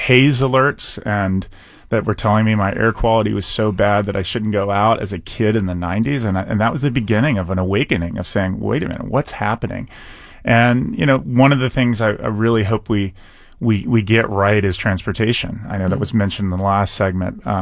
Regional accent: Atlanta, Georgia, United States; now in Columbus, United States; I did not grow up in Hamilton. I grew up in Atlanta. So one of the places that was the mentioned in the last segment. And I grew up in the 80s and 90s in a city

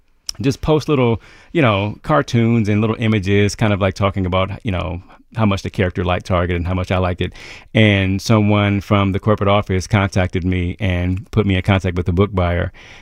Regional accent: Columbus, Ohio, United States; I'm from Columbus's East Side. I guess they call it now the King Lincoln District, or Bronzeville, as it was called back in the day.

